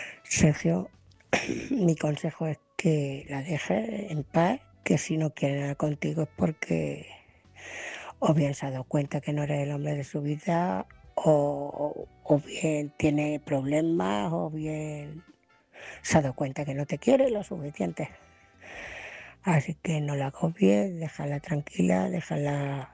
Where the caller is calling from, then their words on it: Ciudad Real, Castilla-La Mancha, Spain; de Ciudad Real.